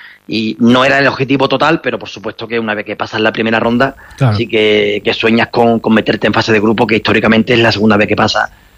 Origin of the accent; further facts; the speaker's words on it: Huelva, Andalusia, Spain; moved away as an adult; now in Algeciras, Spain; gente de Huelva, en este caso en el mundo del entrenador, que estemos afuera. Y en mi caso, pues llevo por bandera mi ciudad, vaya donde vaya.